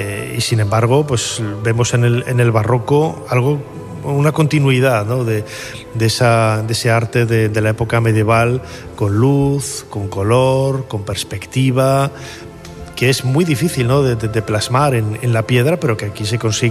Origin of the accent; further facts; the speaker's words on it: Valladolid, Castile and León, Spain; Es que yo crecí en Valladolid y lo conozco muy bien.